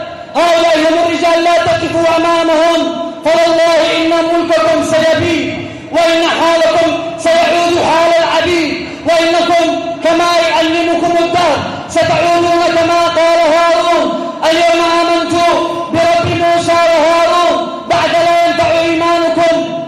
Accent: Taiz, Taiz Governorate, Yemen; نحن أبناء تعز هنا رأيناك أبا شفيقا

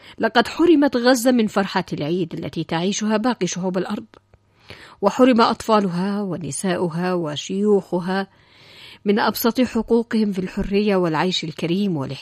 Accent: Yemen; وفي غمرة هذه التضحيات العظيمة نحن كشعب يمني نبعث بأصدق دعواتنا

